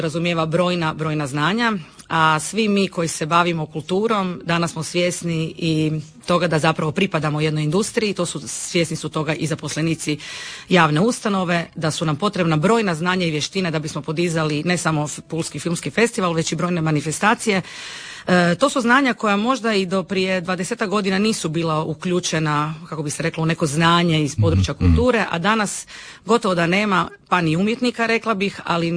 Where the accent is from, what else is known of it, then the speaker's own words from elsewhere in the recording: Pula, Istria County, Croatia; Odrasla sam, rođena sam u Puli i tu sam odrasla.